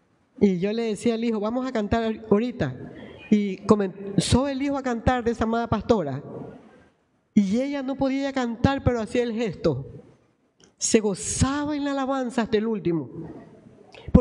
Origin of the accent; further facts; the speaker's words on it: Guayaquil, Guayas, Ecuador; born there; nací en Guayaquil. Nunca reniegue donde nació. A mí me ruegan que me vaya a vivir a otro país. Me dan todo para irme a vivir. Y yo digo, no. Aquí yo no puedo irme de aquí porque aquí está todo lo mío.